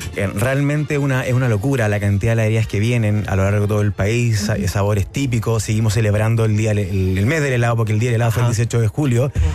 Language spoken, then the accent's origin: Spanish; Chile; Así que, como buen chileno, aunque esté lloviendo, vamos a romper este récord